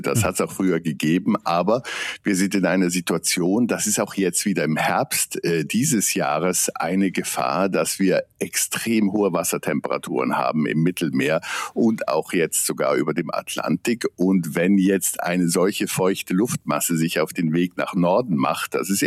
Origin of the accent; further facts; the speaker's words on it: Switzerland; Das ist für mich als Schweizer immer schwer zu verstehen, weil bei uns jeder Mensch Anspruch auf einen Bunkerplatz hat